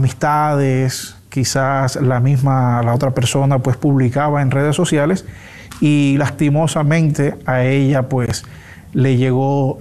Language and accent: Spanish; Colombia; moved away as an adult; now in Dominican Republic; a nosotros como colombianos